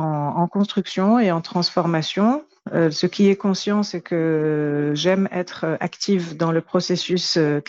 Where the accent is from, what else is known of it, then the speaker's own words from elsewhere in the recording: Morocco; je suis marocaine